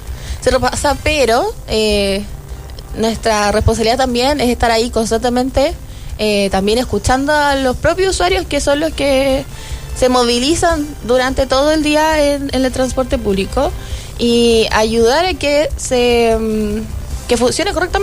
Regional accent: Chile; Sí, a última hora, como buen chileno.

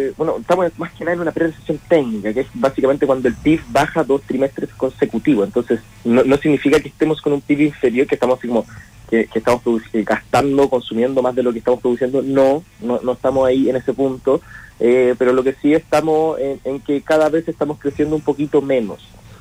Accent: Chile; seguir como chileno

